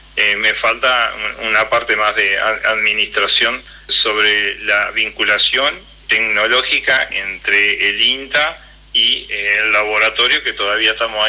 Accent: El Palenque, Entre Ríos, Argentina; Nosotros estamos acá en la localidad del Palenque, de donde soy oriundo. Está a 40 kilómetros de Paraná.

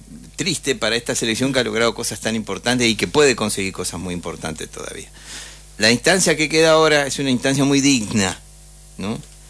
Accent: Argentina; como argentinos queremos ganen

